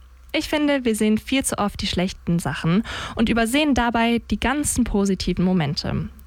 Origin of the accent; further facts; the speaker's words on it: Würzburg, Bavaria, Germany; born there; Ich bin in Würzburg geboren und kenne mich hier dementsprechend ziemlich gut aus, würde ich sagen.